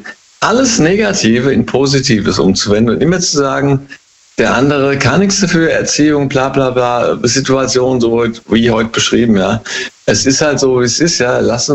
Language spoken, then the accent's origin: German; Hesse, Germany; Hey, aus dem Rheingau immer noch.